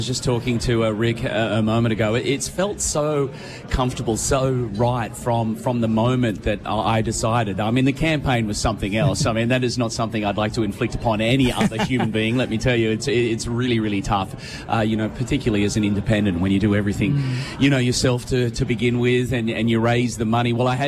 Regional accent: Woodberry, New South Wales, Australia; being, you know, a young boy growing up in Woodbury, you know, it was really tough to continue with my religion.

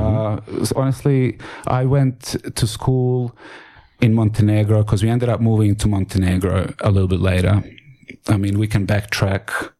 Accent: Bosnia & Herzegovina; It was Herzegovina, because I'm from Bosnia and Herzegovina.

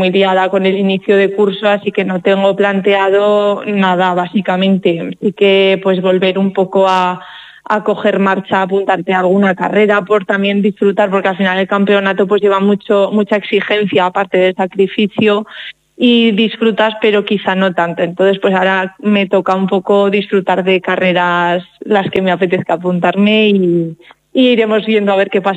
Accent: Sádaba, Aragon, Spain; now in Teruel, Spain; Sádaba para mí es mi casa, es volver a mi casa. Además, yo nunca he perdido las raíces con mi pueblo siempre. O sea, me fui a vivir a Teruel hace ya muchos años por tema trabajo y estudiar, pero siempre he vuelto a Sádaba, no solo en verano, siempre. Es que es casa, es volver a pasear por las calles de mi pueblo

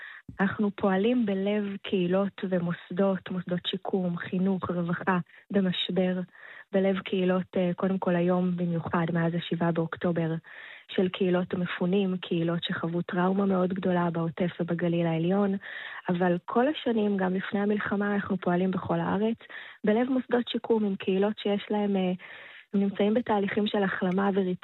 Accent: Jerusalem, Jerusalem District, Israel; now in Tel Aviv, Israel; אני עירונית, אני במקור מירושלים, אבל אני גדלתי בירושלים בשכונת האסבסטונים, זה היה אזור של עבודי אוניברסיטה. והיא הייתה כמו קיבוץ בהר הצופים, והייתי מוקפת בעצים ובטבע

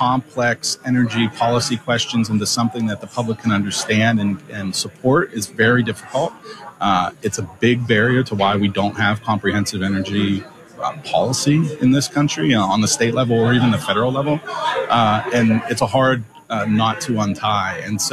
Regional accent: Monongahela Valley, Pennsylvania, United States; I was born and raised in the Monongahela Valley, which was actually the center of the steel industry in the country and in the world for a long time.

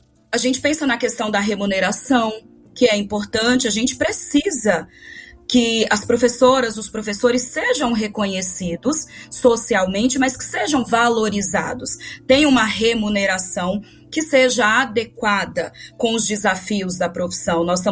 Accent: Bahia, Brazil; now in Campinas, Brazil; Ainda na Bahia, eu sou baiana, é de lá que eu tenho os meus pés plantados.

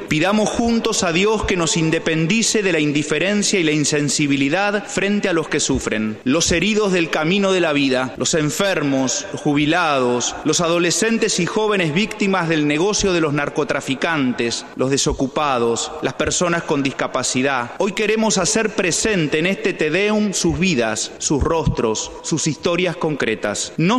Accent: Argentina

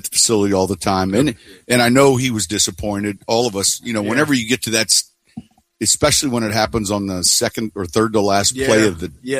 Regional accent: Chicago, Illinois, United States; I grew up in Chicago

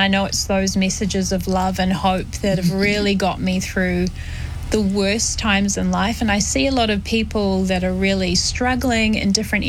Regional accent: New Zealand; Well, I'm Samoan Kiwi, so my mum was born in Samoa, and my dad is European

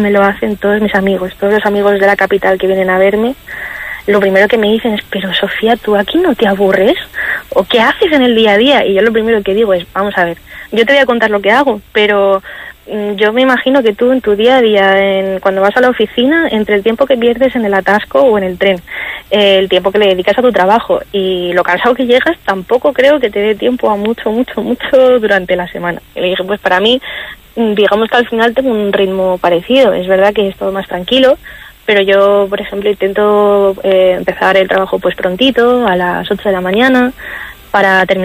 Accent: Villanueva de la Cañada, Community of Madrid, Spain; moved away as an adult; now in Arroyomolinos de León, Spain; yo es verdad que no soy de Madrid centro-centro, o sea que tampoco fue tan grande la diferencia. Era de lo que antes era un pueblo, Villanueva de la Cañada, en al oeste de Madrid.

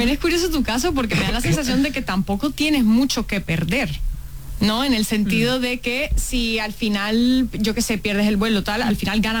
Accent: Colombia; Que siempre cuando se enteran de que vengo de Colombia a visitar a mi familia, es control aleatorio.

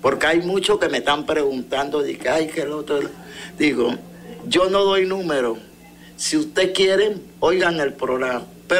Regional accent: San Miguelito, Panamá, Panama; Yo soy de San Miguelito

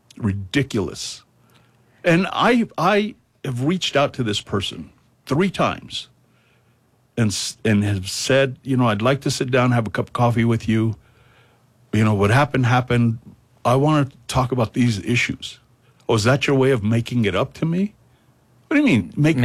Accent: Española, New Mexico, United States; I look at my hometown. I grew up in Española.

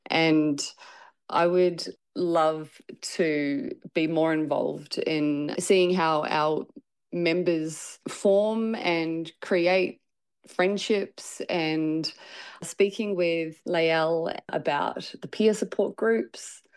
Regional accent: New Zealand; moved away as an adult; now in Melbourne, Australia; I am a New Zealander that moved over when I was quite young. I was about 19 when I got here, and I just fell in love with Melbourne.

